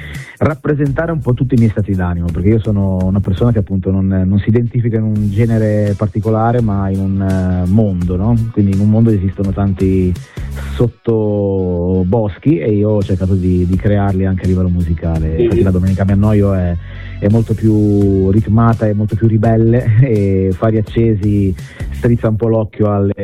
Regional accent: Liguria, Italy; Sì, nell'entroterra qui, dalle mie parti.

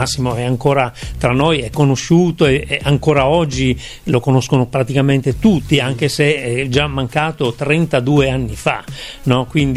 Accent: Tolmezzo, Friuli-Venezia Giulia, Italy; born there; sono di origine molto molto mista, sono nato in Friuli a Tolmezzo, ma padre umbro, madre ligure

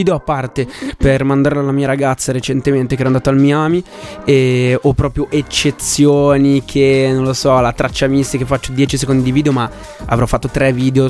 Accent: Brianza, Lombardy, Italy

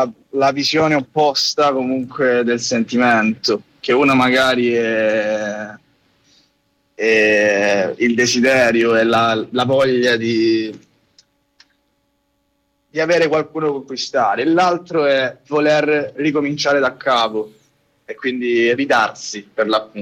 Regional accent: Calabria, Italy; moved away as an adult; now in Rome, Italy; Io sono calabrese.

